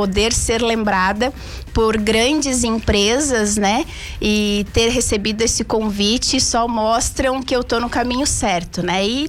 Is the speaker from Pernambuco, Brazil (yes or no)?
no; São Joaquim, Santa Catarina, Brazil; also born or lived in Florianópolis; São Joaquim, que é a minha cidade natal, foi a cidade que eu escolhi para fazer a minha carreira